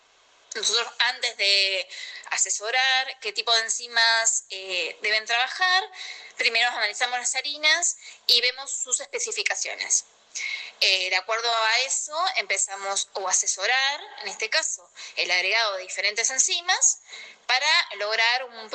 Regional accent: Buenos Aires, Argentina; now in Necochea, Argentina; yo vengo de la ciudad de Buenos Aires, vengo de la del rubro farmacia, y bueno, y me presentaron este desafío, así que me vine para la ciudad de Necochea.

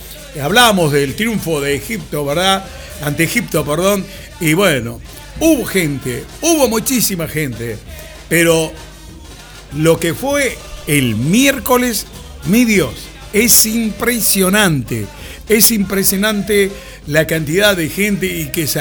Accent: Argentina; Nos sentimos más argentinos que nunca.

